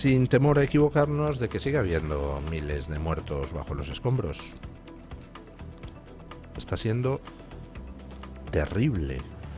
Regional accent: Spain; quienes somos españoles o vivimos en España

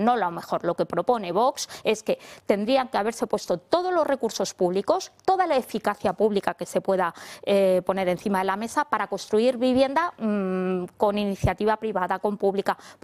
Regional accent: Madrid, Community of Madrid, Spain

